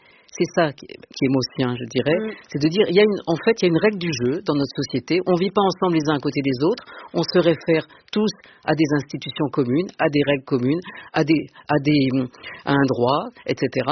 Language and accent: French; Marseille, Provence-Alpes-Côte d'Azur, France; Je suis arrivée à Paris en 1972, parce que j'étais entrée à Normal Sup, je venais de Aix et de Marseille.